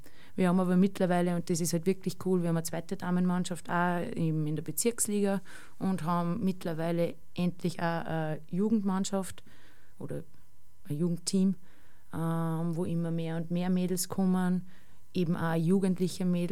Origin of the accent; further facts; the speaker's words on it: Vöcklabruck, Upper Austria, Austria; es ist nach wie vor auch bei uns in Vöcklabruck so, dass viel über den Schulsport einfach gemacht wird.